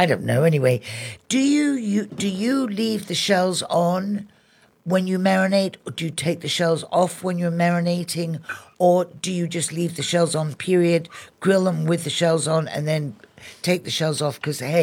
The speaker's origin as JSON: {"language": "English", "region": "England", "country": "United Kingdom", "tie": "born or raised there", "said": "it was a treat when I was a kid growing up in England to have pineapple at Christmas."}